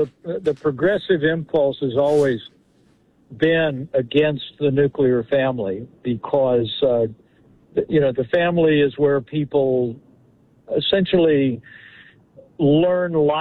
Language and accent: English; Indiana, United States; you've had about 30 Republican-led states, that, including my home state of Indiana, that have essentially banned abortion.